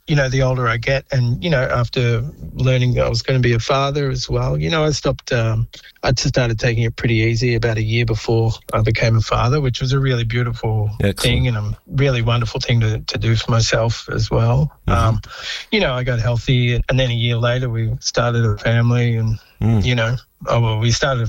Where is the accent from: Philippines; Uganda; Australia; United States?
Australia; Melbourne, Victoria; also born or lived in Central Australia; I was born in Melbourne, but lived in Central Australia when dad went up there to the legal service.